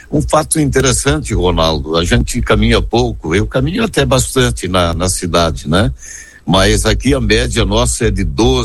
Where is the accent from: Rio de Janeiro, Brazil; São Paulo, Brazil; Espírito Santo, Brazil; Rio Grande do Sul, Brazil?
Rio Grande do Sul, Brazil; Marau; Sou, minha cidade é Marau, Rio Grande do Sul.